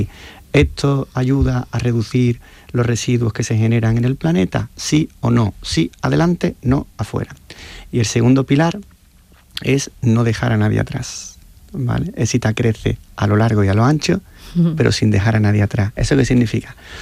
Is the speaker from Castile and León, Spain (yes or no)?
no; Seville, Andalusia, Spain; sabemos que somos sevillanos, que somos andaluces